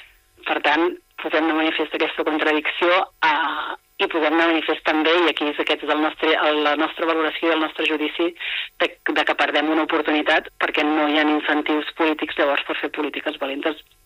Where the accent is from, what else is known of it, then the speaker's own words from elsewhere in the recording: Mataró, Catalonia, Spain; jo que soc de Mataró.